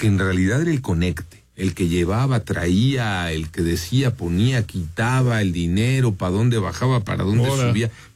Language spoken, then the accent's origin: Spanish; Sinaloa, Mexico; Estoy en mi tierra, a ras de suelo y con la frente en alto, con las y los nuestros, el pueblo de Sinaloa.